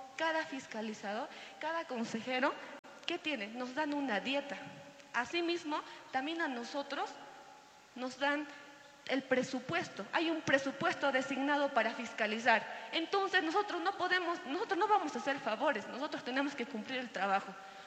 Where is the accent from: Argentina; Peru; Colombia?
Peru; Yunguyo, Puno; ¿Que de dónde soy? Soy de Yunguyo.